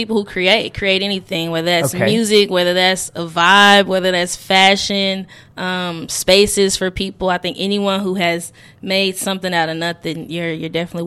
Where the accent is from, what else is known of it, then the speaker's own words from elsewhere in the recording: Arkansas, United States; I'm from Arkansas, you know, pretty Southern.